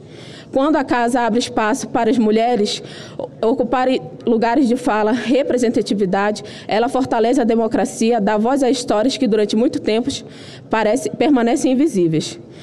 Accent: Amapá, Brazil; moved away as an adult; now in Federal District, Brazil; sou amapaense

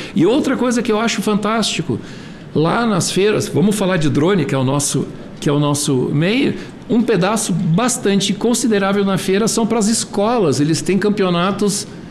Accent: Porto Alegre, Rio Grande do Sul, Brazil; Eu sou de Porto Alegre.

